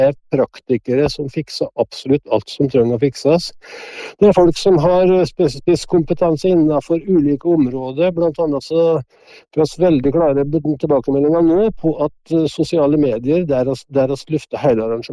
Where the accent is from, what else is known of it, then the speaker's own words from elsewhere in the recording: Innlandet, Norway; det I hjemkommunen min, og jeg synes at dette arrangementet her utrolig viktig for både Lesja-bygde, for Dovre-bygde og for hele regionen.